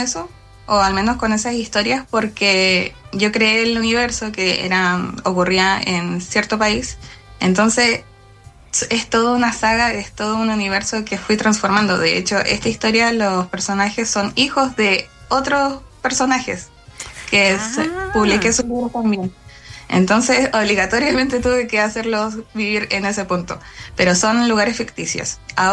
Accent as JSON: {"language": "Spanish", "country": "Chile", "said": "me lee gente de Chile y yo como, soy querida en mi país."}